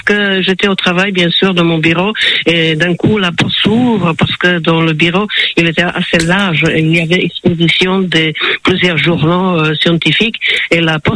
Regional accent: Bratislava, Bratislava Region, Slovakia; French is a second language; moved away; also born or lived in Czechoslovakia; employé à l'Académie de sciences de mon pays d'origine, ancien Tchécoslovaquie qui n'existe plus, à Bratislava, en Slovaquie, dans la capitale

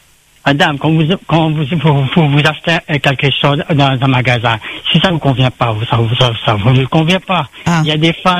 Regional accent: Dubai, United Arab Emirates; Je suis d'origine de Dubaï.

